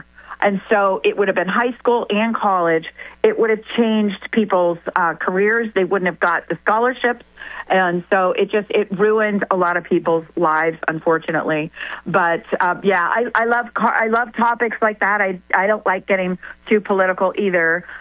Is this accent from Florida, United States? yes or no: yes; Winter Park, Florida, United States; I grew up in Winter Park.